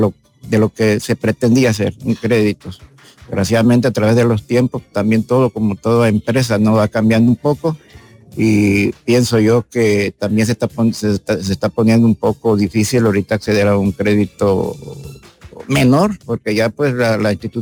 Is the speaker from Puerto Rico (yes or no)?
no; Mapastepec, Chiapas, Mexico; now in Tapachula, Mexico; Yo soy de Mapastepec, yo tengo 50 años de vivir en Tapachula.